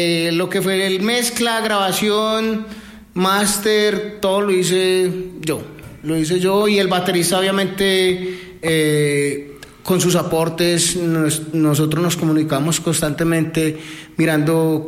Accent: Colombia; Somos colombianos, pero también somos banda americana, porque la banda nació en Estados Unidos.

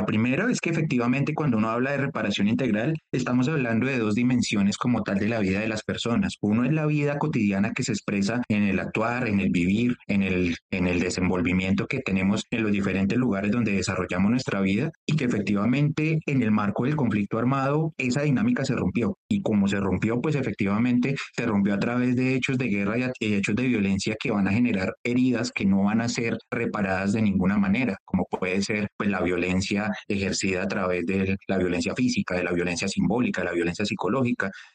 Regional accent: Colombia; a nosotros todos como colombianos y colombianas.

